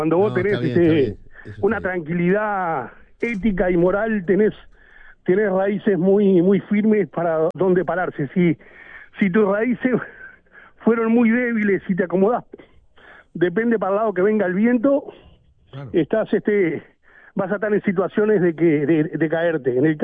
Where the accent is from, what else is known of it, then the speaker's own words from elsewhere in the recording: Uruguay; el dolor que tenemos todos como uruguayo